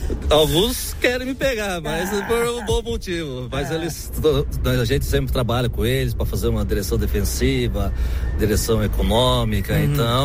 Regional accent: Capão Bonito, São Paulo, Brazil; Capão Bonito.

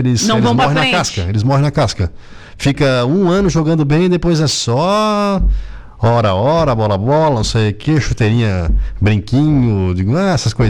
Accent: Brazil; eu sou brasileiro.

